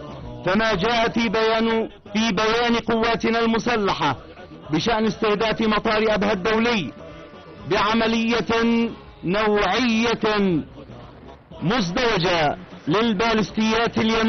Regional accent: Yemen; بلادنا اليمن

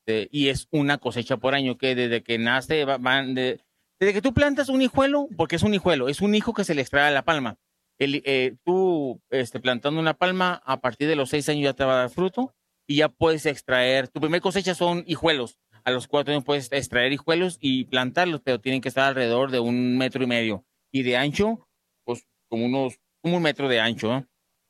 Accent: Mexicali, Baja California, Mexico; Sí, yo vengo, como digo, vengo del Valle de Mexicali, estamos pues, en Baja California, de punta a punta.

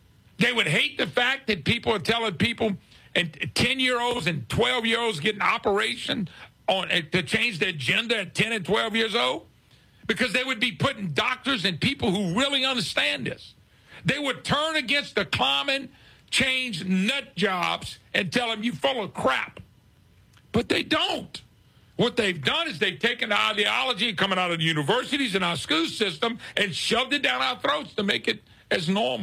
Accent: Plaquemine, Louisiana, United States; also born or lived in Baton Rouge; I'm from the Plaquemine, Baton Rouge area. I tell people originally from Plaquemine. Finished school up here in Baton Rouge.

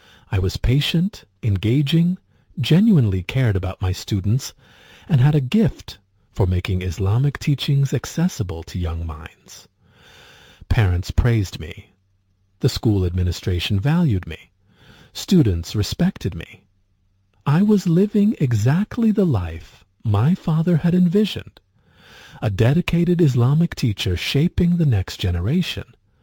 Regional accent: Riyadh, Riyadh Province, Saudi Arabia; I was born in April 1989 in Riyadh, Saudi Arabia, into a deeply religious family. My father was an imam at a local mosque.

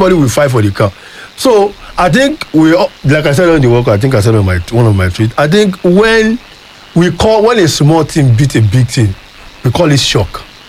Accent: Nigeria; as a Nigerian

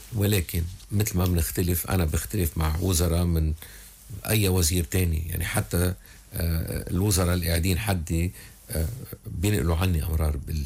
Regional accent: Lebanon; نحن كلبنانيين حتى الكلمات اللي بنستعملها مضللة، منقول الدولة اللبنانية

